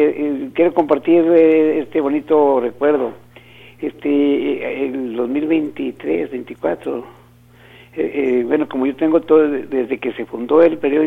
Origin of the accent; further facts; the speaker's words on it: San Marcos, Durango, Mexico; born there; Yo nací en Durango, en San Marcos, Durango.